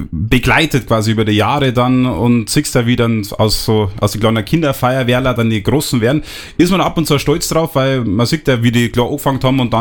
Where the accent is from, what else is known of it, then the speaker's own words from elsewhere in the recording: Oberhausen, North Rhine-Westphalia, Germany; ich komme ja aus Oberhausen.